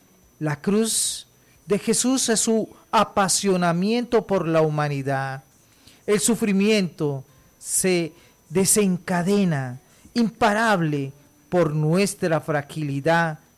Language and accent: Spanish; Colombia